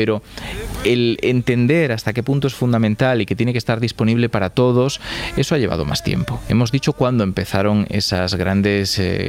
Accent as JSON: {"language": "Spanish", "region": "Galicia", "country": "Spain"}